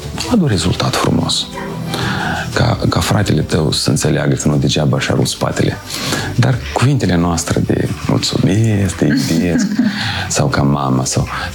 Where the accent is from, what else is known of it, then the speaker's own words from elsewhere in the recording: Moldova; moved away as an adult; Sunt din Moldova